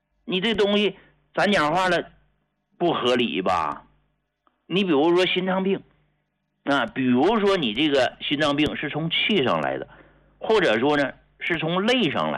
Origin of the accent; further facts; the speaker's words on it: Hegang, Heilongjiang, China; 到啥时候我都知道我是从农村出来的，对吧？啊，农村老家，我的出生地就是黑龙江鹤岗市